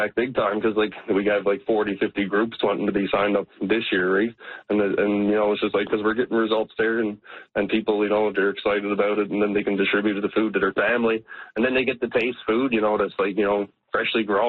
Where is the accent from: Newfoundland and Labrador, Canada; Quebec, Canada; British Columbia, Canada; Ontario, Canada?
Newfoundland and Labrador, Canada; Witless Bay; I remember growing up, I'm from Whitless Bay on the Southern Shore. I remember growing up and going into Ghouls all the time and just seeing the plastic on the fields